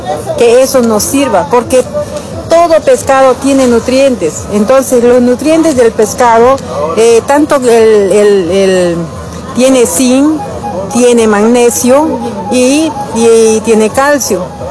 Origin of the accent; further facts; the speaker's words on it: Yapacaní, Santa Cruz, Bolivia; Nosotros somos de Yapacaní, de Santa Fe, de Yapacaní, que venimos a mostrar también nuestros productos que vendemos.